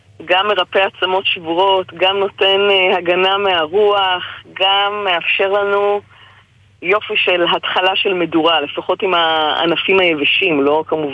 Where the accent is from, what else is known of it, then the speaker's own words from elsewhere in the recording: Southern District, Israel; אני אישית מהנגב מגיעה